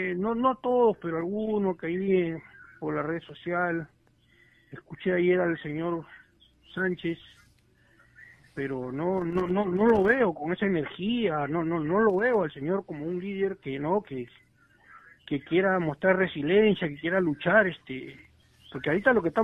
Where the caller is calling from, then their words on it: Lima, Peru; Acá, de Omán de Lima.